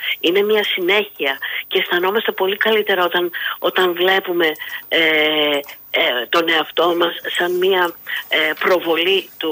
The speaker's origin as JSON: {"language": "Greek", "town": "Thessaloniki", "region": "Central Macedonia", "country": "Greece", "moved": "as an adult", "lives_now": "Missolonghi, Greece", "said": "εγώ είμαι Θεσσαλονικιά σε καταγωγή και ήρθα σχετικά πρόσφατα στο Μεσολόγγι"}